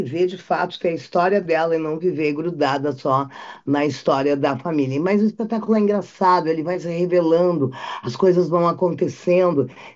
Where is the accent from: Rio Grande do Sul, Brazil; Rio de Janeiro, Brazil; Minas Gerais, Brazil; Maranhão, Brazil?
Rio Grande do Sul, Brazil; now in São Paulo, Brazil; Nós somos gaúchos. Ele veio para o Rio, eu fui morar em São Paulo, e nós nunca tínhamos trabalhado juntos.